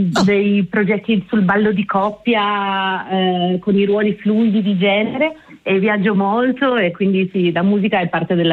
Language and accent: Italian; Trieste, Friuli-Venezia Giulia, Italy; sì, sono di Trieste, sono contentissima